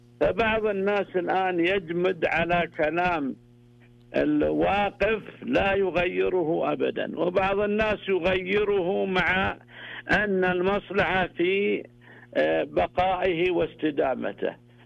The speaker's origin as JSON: {"language": "Arabic", "region": "Najd", "country": "Saudi Arabia", "said": "مثل الآن عندنا في نجد أغلب الوصايا ضحايا، ضحوا عني ضحوا عني."}